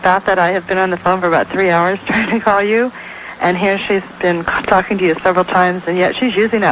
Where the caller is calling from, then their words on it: Tacoma, Washington, United States; Okay, I'm calling from Tacoma, Washington.